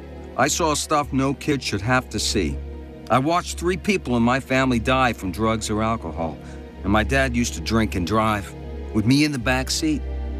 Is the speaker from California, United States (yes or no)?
no; Berwyn, Illinois, United States; born there; I was born in Berwyn, west side of Chicago.